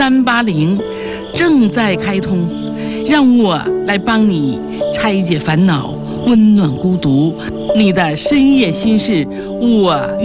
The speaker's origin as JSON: {"language": "Chinese", "region": "Liaoning", "country": "China", "said": "那么今天呢，作为我们辽宁人来讲，尤其是辽宁的学校、辽宁的家长、辽宁的学生来讲，今天是春假的第一天。"}